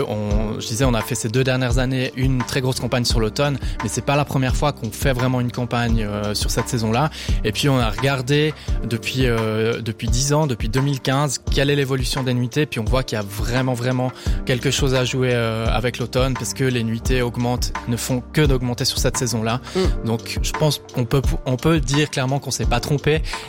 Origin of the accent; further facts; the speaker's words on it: Switzerland; ça me fait tellement rêver en tant que Suisse, je trouve que c'est la plus belle saison.